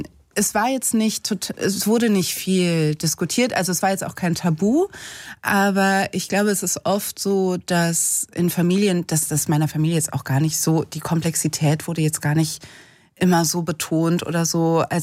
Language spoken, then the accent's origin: German; West Germany, Germany; Ich bin Kind der in den 90er Jahren groß geworden in Westdeutschland.